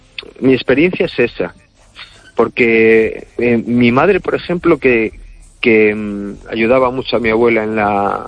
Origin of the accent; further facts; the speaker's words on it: Cangas, Spain; yo soy de Cangas y tengo ese uh-huh. lenguaje aún de ir a sachar a beija.